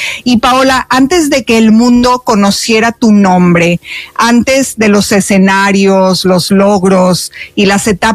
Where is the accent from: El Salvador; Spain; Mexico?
Mexico; te acompañamos, querida hermana nuestra, yo como mexicana.